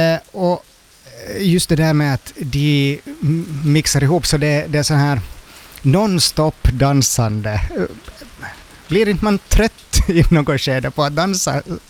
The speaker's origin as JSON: {"language": "Swedish", "region": "Ostrobothnia", "country": "Finland", "tie": "born or raised there", "said": "min barndom i Österbotten"}